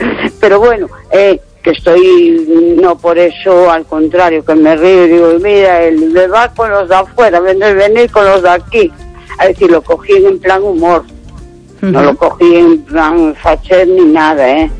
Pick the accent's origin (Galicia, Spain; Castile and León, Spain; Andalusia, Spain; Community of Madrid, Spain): Galicia, Spain; A Coruña; yo soy de la Coruña, es decir, me considero coruñesa